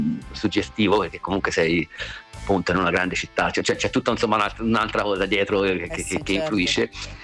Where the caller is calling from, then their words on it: Siena, Tuscany, Italy; io sono del 1972, sono di Siena, quando ero piccolo andavo sempre a Roma perché avevo nonna, zia